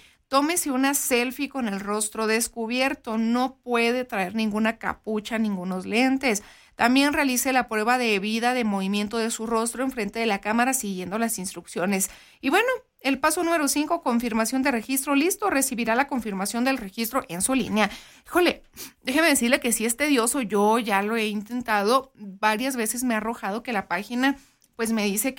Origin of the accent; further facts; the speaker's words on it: Mexico; born there; que yo soy mexicana, pues nacida aquí en México